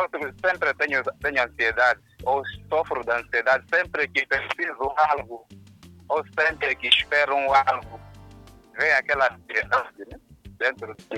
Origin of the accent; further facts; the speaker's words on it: Nampula, Mozambique; Já sou natural de Nampula.